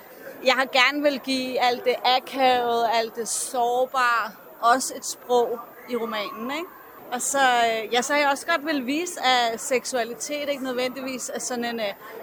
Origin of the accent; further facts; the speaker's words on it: Copenhagen, Capital Region of Denmark, Denmark; Er fra Vesterbro.